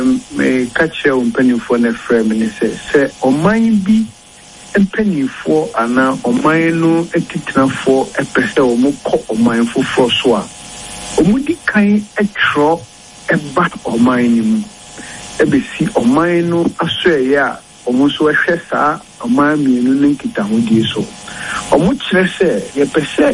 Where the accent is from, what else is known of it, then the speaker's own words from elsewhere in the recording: Ghana; I personally, as a Ghanaian, I am not happy with the things that are happening.